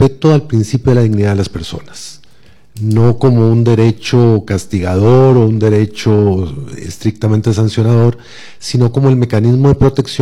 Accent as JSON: {"language": "Spanish", "region": "San José", "country": "Costa Rica", "tie": "born or raised there", "said": "Me crié muy cerca de tribunales de justicia en San José."}